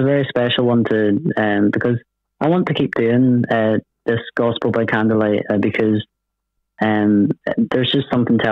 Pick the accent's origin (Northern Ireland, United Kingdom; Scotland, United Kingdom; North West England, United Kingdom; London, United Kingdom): Northern Ireland, United Kingdom; Coleraine; We're doing one in my hometown in Coleraine.